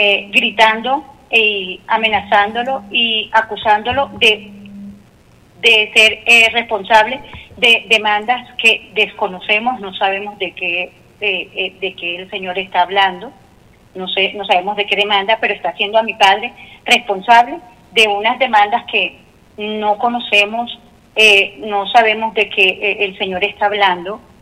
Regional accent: El Molino, La Guajira, Colombia; mi querido Molín, a la paz, a la unidad, a la fraternidad, con esa que yo me crié, con ese cariño, con esa empatía, con ese amor, con esa unidad que en el Molino antes existía.

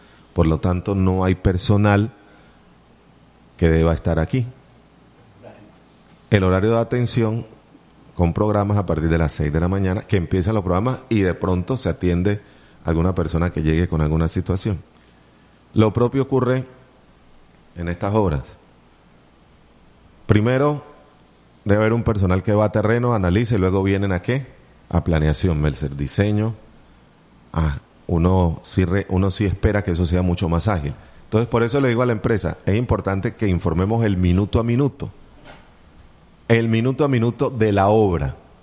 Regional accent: Argentina; Yo soy argentino, pero soy hincha de Colombia.

